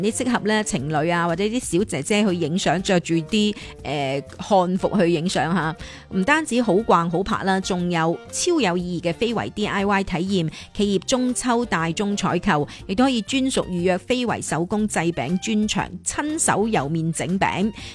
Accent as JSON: {"language": "Chinese", "region": "Guangdong", "country": "China", "said": "我们广东人最喜欢吃鸽子了"}